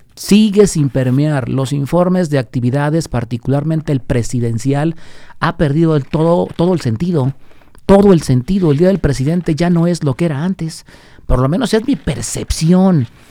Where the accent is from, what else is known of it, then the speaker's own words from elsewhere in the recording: Guadalajara, Jalisco, Mexico; todos los que somos orgullosamente tapatíos